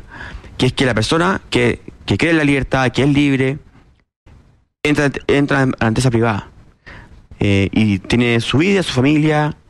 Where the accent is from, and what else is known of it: Chile